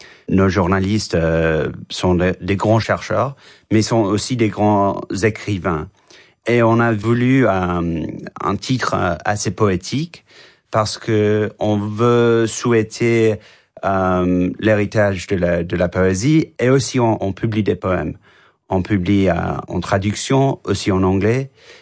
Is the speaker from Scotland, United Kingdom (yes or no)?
no; London, United Kingdom; French is a second language; parce que moi je suis grec d'origine, et j'ai grandi à Londres et je parlais français assez bien